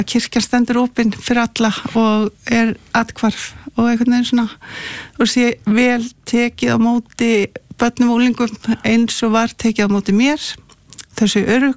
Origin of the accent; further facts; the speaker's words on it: Reykjavík, Capital Region, Iceland; Ég er alinn upp í Reykjavík